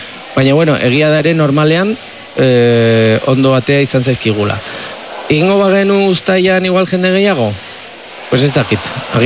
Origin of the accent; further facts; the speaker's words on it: San Sebastián, Basque Country, Spain; Eben, ni Donostiarra naiz, eta impotentzia hondiarekin bizidet